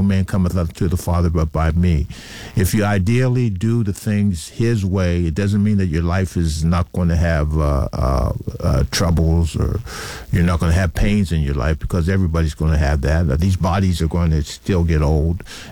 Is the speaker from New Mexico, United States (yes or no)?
no; East Liverpool, Ohio, United States; now in Allentown, United States; my hometown, East Liverpool, mm-hmm. Ohio.